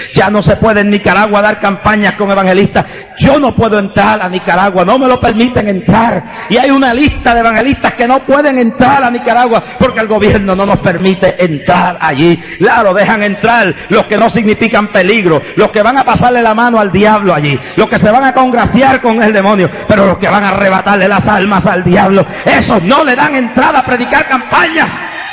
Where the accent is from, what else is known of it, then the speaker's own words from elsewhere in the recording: Puerto Rico; creemos que la isla de Borinquen jamás ni nunca pasará por un desastre.